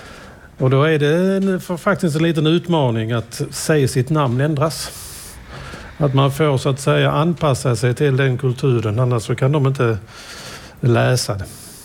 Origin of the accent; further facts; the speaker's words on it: Skåne, Sweden; moved away; also born or lived in Latvia; Som österlenare, som skåning.